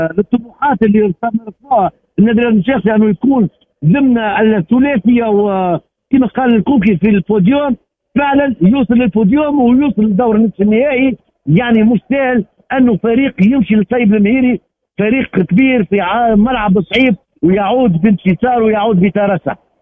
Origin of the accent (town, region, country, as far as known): Tunisia